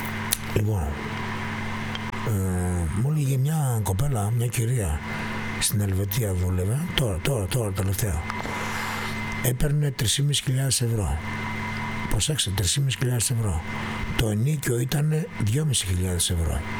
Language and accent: Greek; Greece; Είμαστε η μοναδική χώρα, οι Έλληνες που κατηγορούν τη χώρα τους.